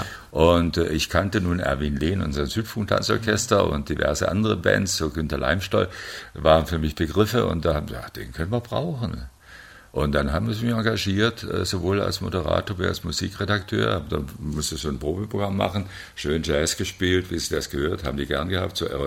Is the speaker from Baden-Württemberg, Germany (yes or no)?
yes; Stuttgart, Baden-Württemberg, Germany; ich bin Stuttgarter